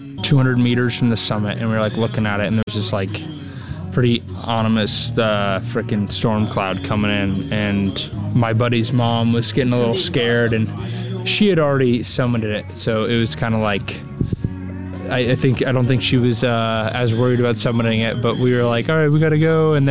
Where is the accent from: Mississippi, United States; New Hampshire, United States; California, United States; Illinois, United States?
California, United States; yeah, just grew up in a great area to be able to go mountain biking, do a little fishing and surfing